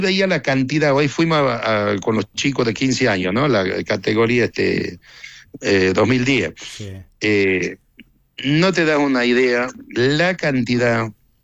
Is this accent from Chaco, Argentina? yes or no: yes; Chaco, Argentina; born there; acabo de venir porque vengo del Chaco, vos sabés que yo armé una cancha de fútbol allá donde yo